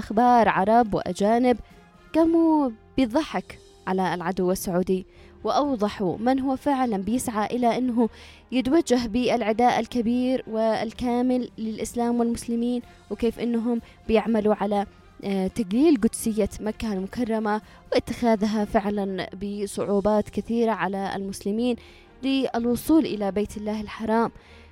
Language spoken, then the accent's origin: Arabic; Yemen; عندنا كشعب يمني كمسلمي